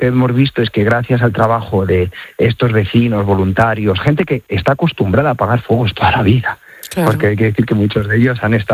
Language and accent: Spanish; Las Navas del Marqués, Castile and León, Spain; Llevo un año de párroco en Cebreros, pero yo soy de las Naves del Marqués.